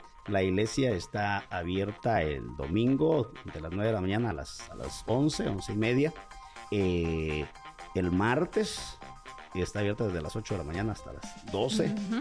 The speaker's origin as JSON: {"language": "Spanish", "town": "San Carlos Sija", "region": "Quetzaltenango", "country": "Guatemala", "tie": "born there", "moved": "yes", "lives_now": "Camojá Grande, Guatemala", "said": "Nací en San Carlos Sija, en una aldea de agua caliente."}